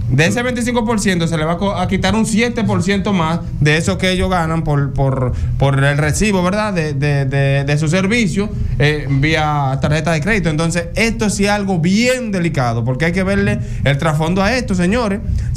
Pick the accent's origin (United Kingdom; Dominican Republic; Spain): Dominican Republic; Tamayo, Bahoruco; yo soy de Tamayo.